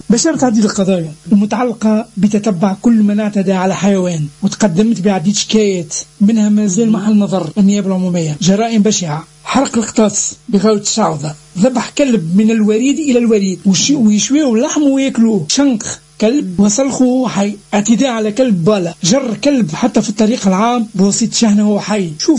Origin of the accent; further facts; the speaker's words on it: Tunisia; لأنك طرحت موضوع عميق وخطير ومأساوي في بلادنا تونس